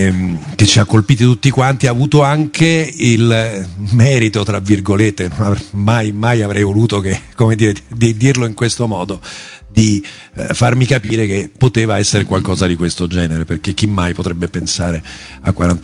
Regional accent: Umbria, Italy; sono umbro di origine

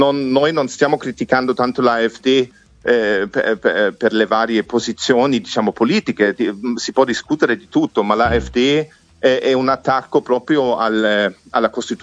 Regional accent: Bavaria, Germany; moved away; della Baviera, da dove vengo io

